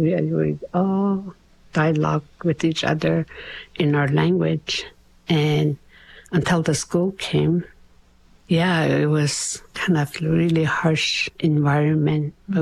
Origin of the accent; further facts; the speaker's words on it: Délı̨nę, Northwest Territories, Canada; I'm from Delina, where the Great Bear Lake is beautiful, huge, huge lake. Growing up, there was hardly any technology, no cell phone, no TV. Our community was very small.